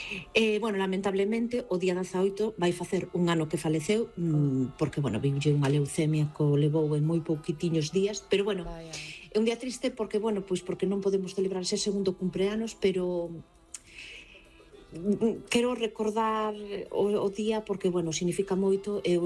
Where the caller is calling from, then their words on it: Ferrol, Galicia, Spain; Ola, boas tardes … de Ferrol.